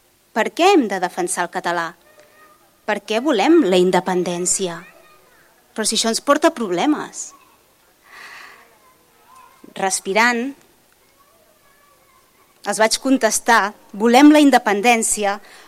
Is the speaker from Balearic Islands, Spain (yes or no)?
no; Catalonia, Spain; first language Catalan; soc catalana i n'estic molt orgullosa de ser catalana. Orgullosa de la nostra llengua, de la nostra cultura